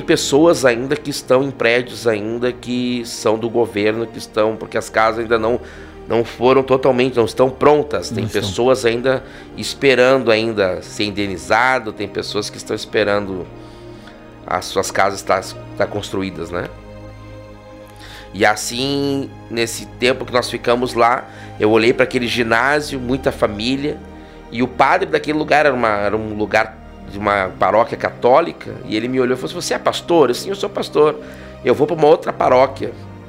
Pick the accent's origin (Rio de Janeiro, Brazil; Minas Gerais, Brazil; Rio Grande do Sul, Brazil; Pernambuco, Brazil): Rio Grande do Sul, Brazil; born there; moved away as an adult; also born or lived in Florianópolis / Balneário Camboriú / Gaspar / São João Batista; now in Ubatuba, Brazil; Nós somos natural do Rio Grande do Sul. Em outra oportunidade, nós já moramos em Santa Catarina.